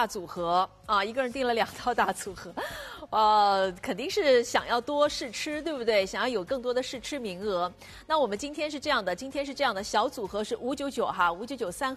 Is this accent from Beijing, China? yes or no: no; Jiangxi, China; 因为我们是江西人